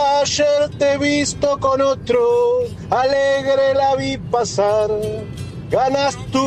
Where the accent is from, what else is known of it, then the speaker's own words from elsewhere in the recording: Liniers, Buenos Aires, Argentina; de Linier, bueno, hermoso, muchas gracias.